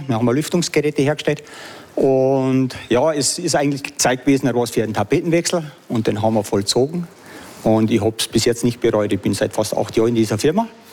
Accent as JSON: {"language": "German", "town": "Pocking", "region": "Bavaria", "country": "Germany", "moved": "as an adult", "lives_now": "Großarl, Austria", "said": "Ich komme aus Niederbayern, genau. Niederbayern, aus dem schönen Raum Pocking."}